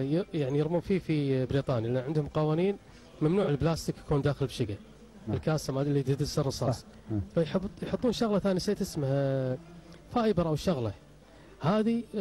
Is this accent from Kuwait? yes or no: yes; Kuwait; احنا بالكويت